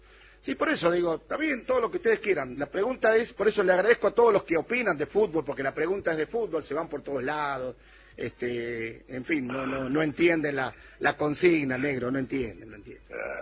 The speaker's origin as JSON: {"language": "Spanish", "town": "Noetinger", "region": "Córdoba", "country": "Argentina", "tie": "born or raised there", "said": "cuando yo estaba de aquel lado en mi pueblo, es Noetinger porque está argentinizado y lo nombraban mal."}